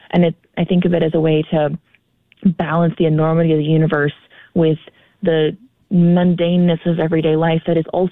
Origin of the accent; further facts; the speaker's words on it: Utah, United States; I'm a mountain girl. I grew up in Utah. I could see the Milky Way from my back deck when I was little